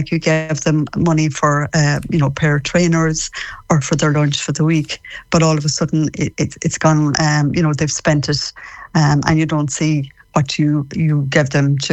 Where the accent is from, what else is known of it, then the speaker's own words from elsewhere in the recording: Shamwala, County Mayo, Ireland; Yeah, I'm from just outside Tourine, a little village called Shamwala